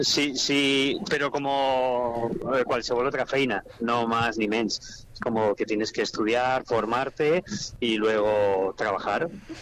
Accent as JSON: {"language": "Spanish", "region": "Asturias", "country": "Spain", "said": "Pues el de mi pueblo, en Asturias."}